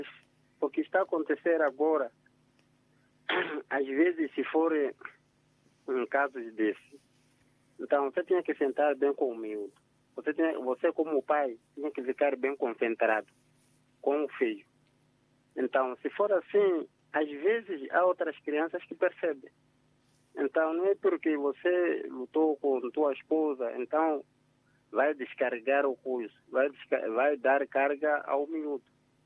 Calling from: Zambezia, Mozambique; Eu falo de Regelo

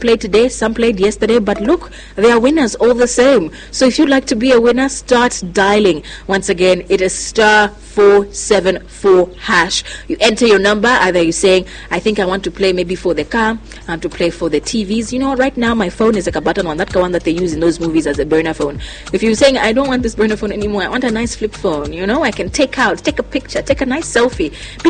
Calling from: Zambia; I'm calling from Winvic, Zambia.

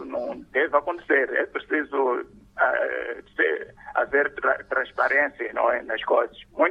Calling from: Vilanculos, Inhambane, Mozambique; falo de Vilanculo.

